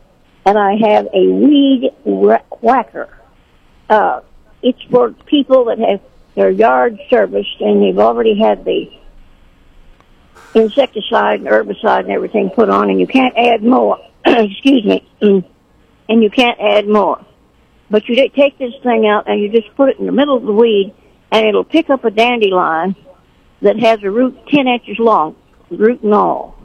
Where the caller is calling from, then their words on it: Sedalia, Missouri, United States; I'm calling from Shadia.